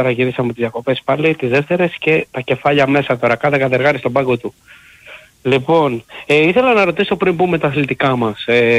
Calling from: Corinth, Peloponnese, Greece; από Κόρινθο, Παναθηναϊκός.

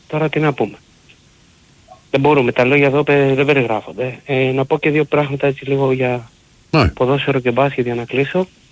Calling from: Corinth, Peloponnese, Greece; από την Κόρινθο

